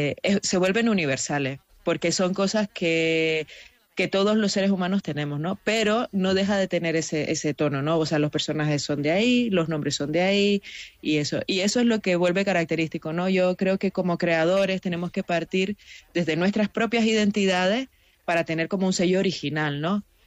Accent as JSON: {"language": "Spanish", "country": "Nicaragua", "moved": "yes", "lives_now": "Irún, Spain", "said": "Yo soy de Nicaragua. Yo llegué hace 8 años a Irún, y he tenido que aprender euskera"}